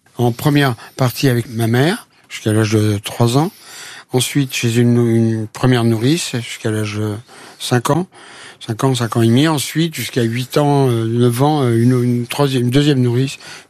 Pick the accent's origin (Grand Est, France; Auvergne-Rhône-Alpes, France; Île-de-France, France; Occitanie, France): Île-de-France, France; Paris; born there; first language French; je suis né à Paris, j'entendais parler créole peut-être quand j'étais tout petit par ma mère et par des amis qui venaient, mais autrement, j'ai appris directement la langue française.